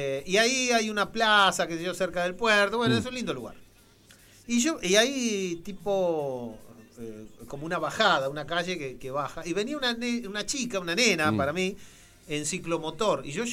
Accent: Argentina; soy argentino.

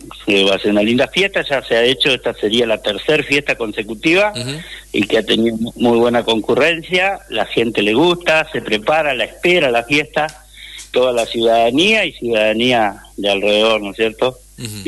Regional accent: Entre Ríos, Argentina; also born or lived in Gualeguay; nosotros somos nacidos en Gualeguay y criados acá en el sexto.

